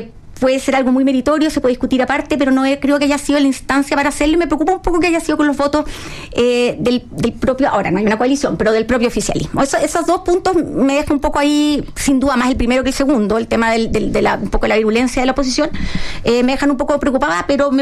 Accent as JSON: {"language": "Spanish", "country": "Chile", "said": "estos últimos años que venimos viviendo como chilenos."}